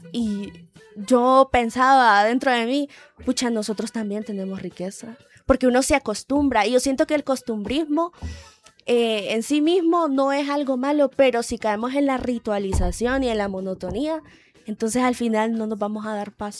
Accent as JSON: {"language": "Spanish", "country": "Honduras", "said": "sin olvidar la identidad que tenemos como hondureños"}